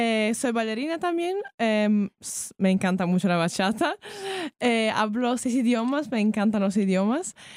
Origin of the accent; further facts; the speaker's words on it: Kyiv, Ukraine; Spanish is a second language; now in Austria; Yo soy de Kiev y yo me mudé para Austria hace 4 años